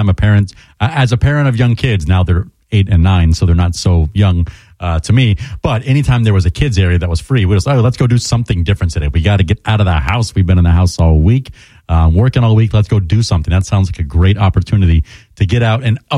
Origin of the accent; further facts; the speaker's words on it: Florida, United States; I grew up in the Treasure Coast down in Southeast Florida, and this sounds like a lot of the fest that we have down there.